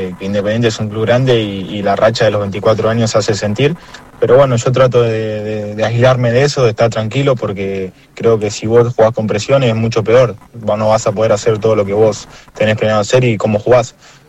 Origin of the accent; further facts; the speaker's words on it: Avellaneda, Buenos Aires Province, Argentina; Yo soy de acá, de Avellaneda